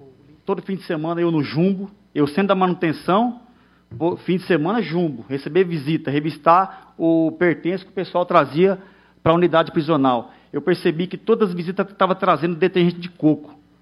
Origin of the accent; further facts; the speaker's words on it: Mirandópolis, São Paulo, Brazil; Sou da cidade de Mirandópolis, conterrâneo Fábio Jabá. Conhece meus pais.